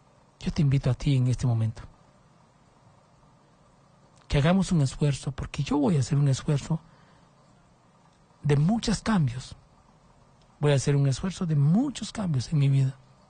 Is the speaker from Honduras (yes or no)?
yes; Honduras; el satanismo ha conquistado muchos temores de mi pueblo Honduras.